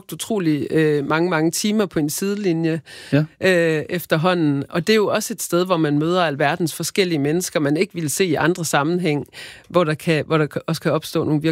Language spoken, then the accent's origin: Danish; Aarhus, Central Denmark Region, Denmark; jeg er jo fra Aarhus og har selv spillet fodbold, da jeg var barn